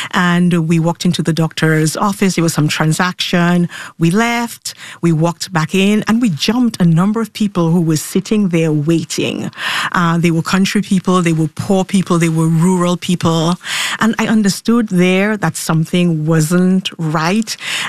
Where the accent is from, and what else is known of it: Dominica; born or raised there